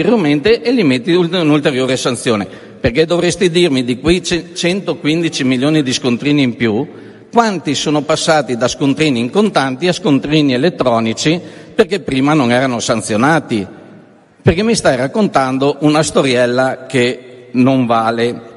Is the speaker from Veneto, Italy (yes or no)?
yes; Veneto, Italy; io vengo dal Veneto, noi abbiamo un problema fondamentale nelle regioni di confine.